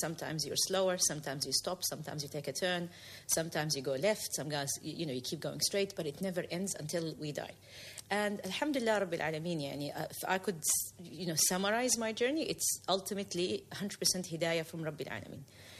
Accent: New Zealand; I grew up in New Zealand.

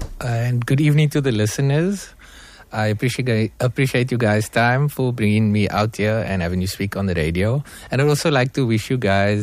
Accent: Cape Town, Western Cape, South Africa; I'm born and raised right here in Athlone, not too far from the radio station.

